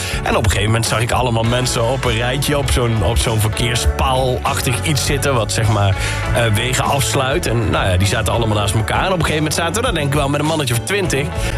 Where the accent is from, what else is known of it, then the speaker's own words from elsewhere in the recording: Tilburg, North Brabant, Netherlands; Ik had een plekje bij ons in Tilburg langs de snelweg.